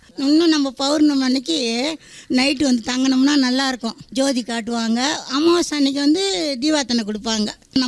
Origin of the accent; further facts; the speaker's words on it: Chennai, Tamil Nadu, India; நான் வந்து சொந்த ஊர் வந்து எனக்கு சென்னை மயிலாப்பூர்.